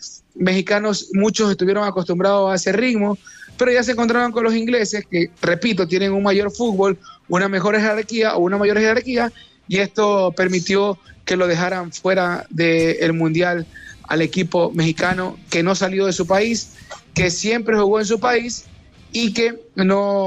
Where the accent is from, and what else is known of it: Ecuador